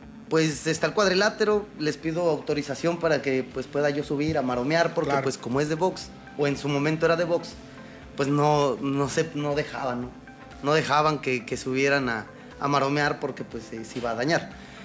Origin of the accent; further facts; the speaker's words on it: Mexico City, Mexico; now in Ciudad del Carmen, Mexico; Entonces, pues vengo de la Ciudad de México, donde se entrena o es muy natural el ver un cuadrilátero o un gimnasio. Y entonces aquí de la nada llego a Ciudad del Carmen